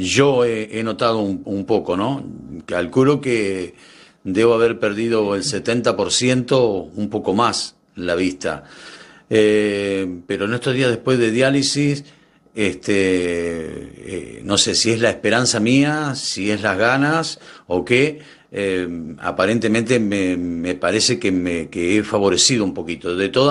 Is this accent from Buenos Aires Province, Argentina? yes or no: yes; General Villegas, Buenos Aires Province, Argentina; moved away; acá en el Hospital Municipal de General Villegas, en mi pueblo.